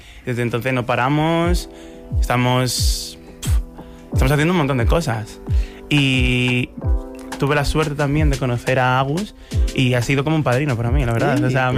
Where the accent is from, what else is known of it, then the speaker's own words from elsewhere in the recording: Madrid, Community of Madrid, Spain; Bueno, pues yo soy madrileño, de padre nigeriano y mamá madrileña, gata gata ella.